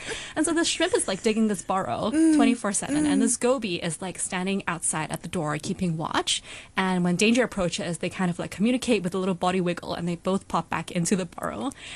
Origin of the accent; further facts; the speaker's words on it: Hong Kong; I grew up in Hong Kong and I went to school here, but they never really tell you or teach you about the fish that we have here.